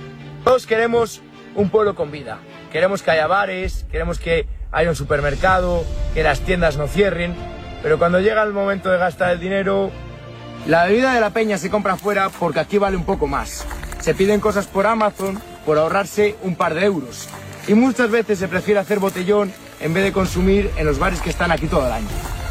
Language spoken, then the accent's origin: Spanish; Castile and León, Spain; Es mi pueblo, y ahora en agosto está llena de vida, porque viene mucha gente de fuera